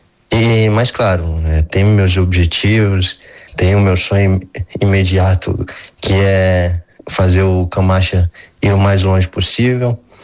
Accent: Vereira do Paraíso, Minas Gerais, Brazil; Sou natural de Vereira do Paraíso, uma cidade bem pequena lá no norte de Minas Gerais, no Brasil.

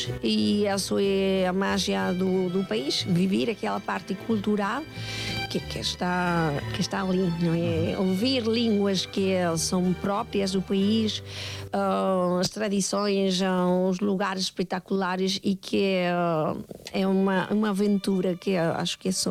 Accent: Mexico; Portuguese is a second language; moved away as an adult; now in Porto, Portugal; Claro que sou mexicana

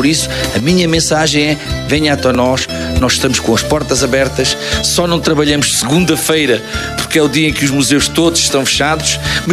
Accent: Arronches, Alentejo, Portugal; born there; começarmos a chegar à vila de onde eu nasci, em Ronches

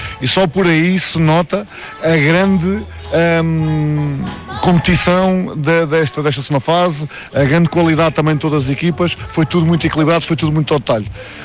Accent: Coimbra, Centro, Portugal; porque eu sou de Coimbra

